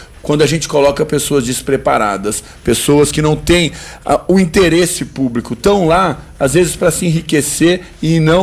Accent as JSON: {"language": "Portuguese", "town": "Catanduva", "region": "São Paulo", "country": "Brazil", "also_born_or_lived": "São Carlos", "said": "eu sou de Catanduva, aqui. 40 minutos daqui, fiz faculdade em São Carlos, engenharia de produção"}